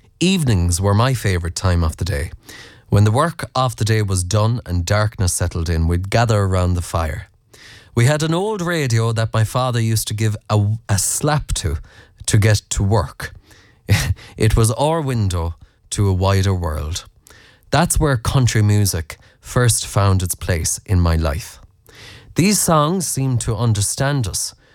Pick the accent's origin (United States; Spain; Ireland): Ireland; Connacht; But I was born in North Mayo back in the late 50s. I listen to your Friday night country music show every week, and I can honestly say it brings me closer to home more than anything else I know. I grew up on a small farm in Mayo